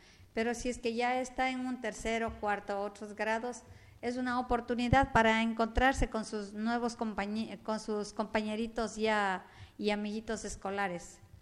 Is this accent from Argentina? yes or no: no; Amazon, Ecuador; los que somos de la Amazonía